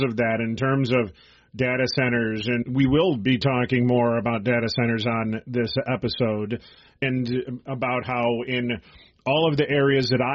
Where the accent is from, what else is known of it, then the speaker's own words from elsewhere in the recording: Illinois, United States; And in my home state of Illinois, they're dealing with the energy crisis